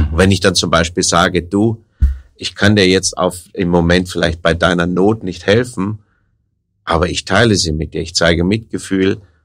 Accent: Rhineland, Germany; Ich bin ein Rheinländer, ja

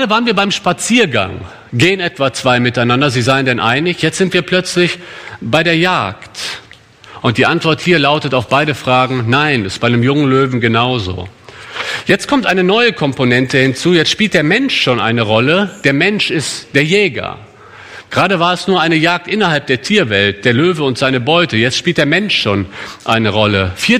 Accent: Germany; Bei uns in Köln gibt es ein gutes Straßenbahnsystem, wie sicherlich hier auch. Und wenn man in der Endstation einsteigt, also das ist dann ja auch in die andere Richtung die erste Station, ist die Bahn noch völlig leer. Und wir Deutschen

